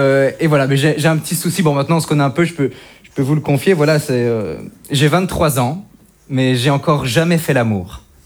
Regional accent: Belgium

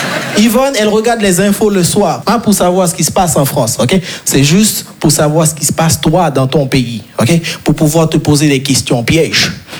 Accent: Haiti

